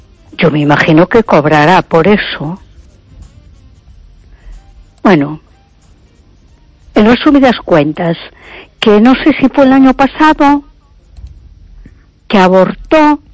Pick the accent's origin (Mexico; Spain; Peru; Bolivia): Spain; A Coruña, Galicia